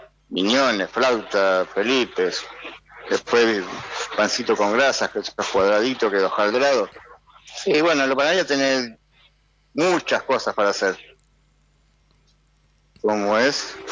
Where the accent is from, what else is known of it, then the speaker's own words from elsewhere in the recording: San Andrés de Giles, Buenos Aires Province, Argentina; Mis padres son correntinos, pero nosotros nacimos todos acá en Giles. Tengo 7 hermanos.